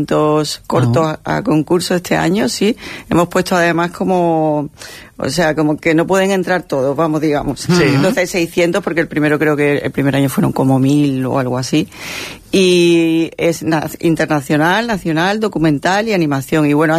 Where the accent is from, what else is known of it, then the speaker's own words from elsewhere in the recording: Conil de la Frontera, Andalusia, Spain; Sí, sí, yo soy de Conil.